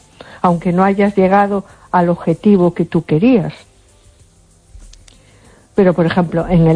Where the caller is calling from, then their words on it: A Coruña, Galicia, Spain; Hola, buenas noches. … de Coruña.